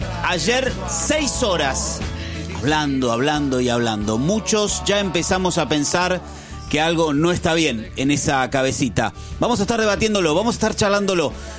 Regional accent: Argentina; Somos argentinos

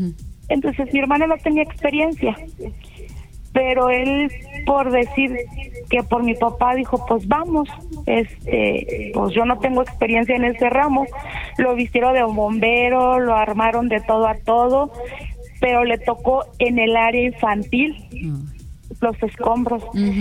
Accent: Mexico; aunque somos mexicanos y no vivimos allá

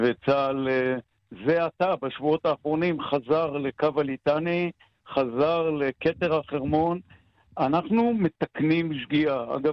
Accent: Ein Gev, Northern District, Israel; תראה, רוני, אני גדלתי בקיבוץ אינגר. כל ילדותי, רמת הגולן רבצה כפשוטו מעל קיבוץ אינגר, עם מרגמות, עם תותחים, עם ירי על הדייגים בכנרת.

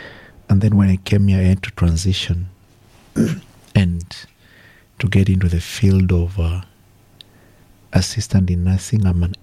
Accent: Kenya; now in Australia; I come from Kenya originally.

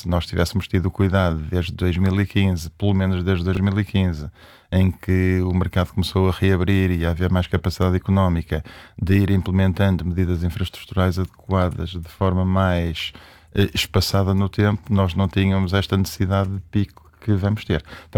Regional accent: Braga, Portugal; E apostei nesta década, precisamente, porque eu sou de Braga e o elevador.

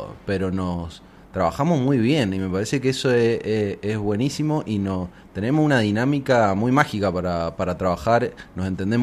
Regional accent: Mendoza, Argentina; moved away; Hay mucha gente que no sabe que somos mendocinos.

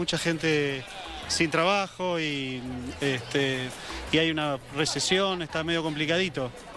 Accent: Argentina

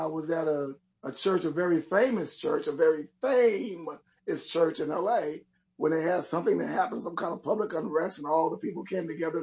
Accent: New Orleans, Louisiana, United States; Paul Morton, a very famous preacher out there in New Orleans, from my hometown, said one time

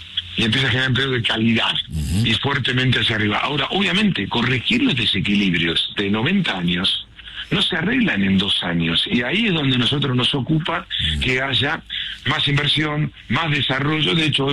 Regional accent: Argentina; este gigante que somos los argentinos en nuestro país

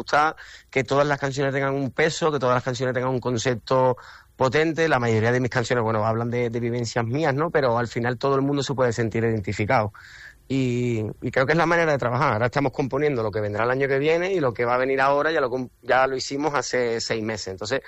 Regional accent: Cádiz, Andalusia, Spain; yo soy de Cádiz, imagínate, el humor de nosotros y ese sarcasmo, ese punto, como tú dices, ¿no?, de improvisar, siempre lo tenemos dentro.

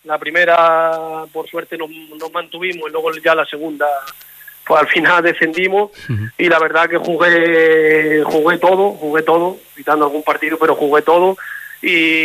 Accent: Quintana, Spain; al final el pueblo te tira mucho, y decidí volver a mi pueblo, a la regional, que conseguimos el ascenso ya hace unos añitos, y la verdad que muy contento de ayudar a mi pueblo en todo lo que pueda.

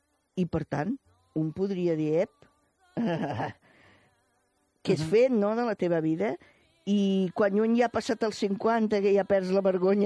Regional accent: Reus, Catalonia, Spain; Jo era alumna de les Dominiques de la Presentació a Reus, que a més sóc de Reus

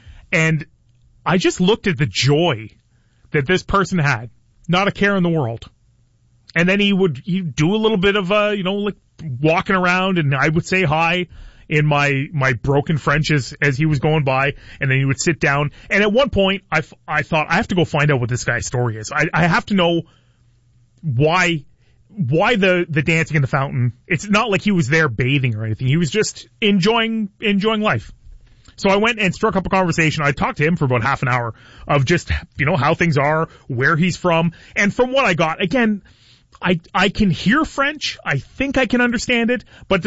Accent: Ireland; The gift of gab, I'm Irish, I kissed the Blarney Stone.

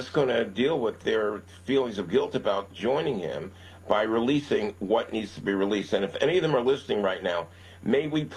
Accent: New York City, New York, United States; Unprecedented number of ICE agents will be invading my hometown here.

